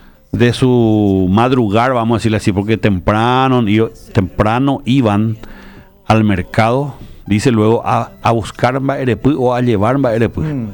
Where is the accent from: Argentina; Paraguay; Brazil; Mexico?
Paraguay